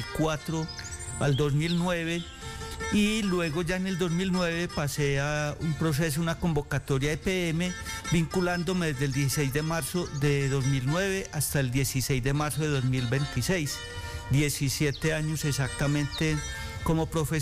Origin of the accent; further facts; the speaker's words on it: Medellín, Antioquia, Colombia; Soy nacido en Medellín, viví mi infancia en el barrio El Salvador.